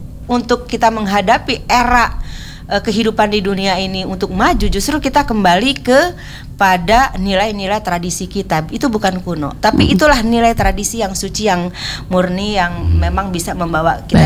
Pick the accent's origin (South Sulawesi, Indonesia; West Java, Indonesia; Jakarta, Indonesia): West Java, Indonesia; bahwa kita dilahirkan di tanah Jawa Barat.